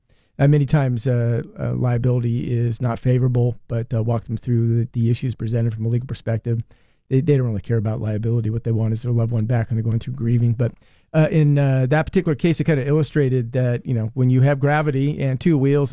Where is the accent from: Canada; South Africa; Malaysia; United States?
South Africa; born there; because I was born in South Africa, so I basically celebrate two birthdays